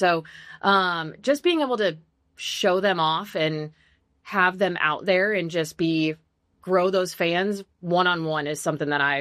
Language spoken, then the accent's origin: English; Fort Wayne, Indiana, United States; I'm from Fort Wayne